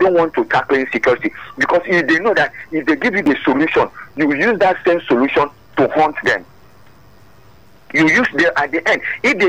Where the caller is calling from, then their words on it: Lagos, Nigeria; I'm calling from Adinyo.